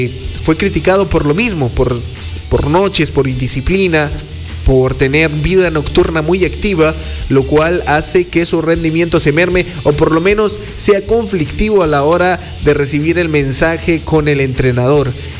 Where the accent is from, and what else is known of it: Ecuador